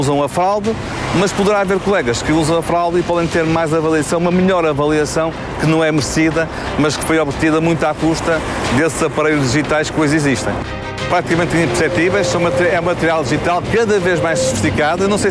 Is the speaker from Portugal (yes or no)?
yes; Portugal; Nós, em Portugal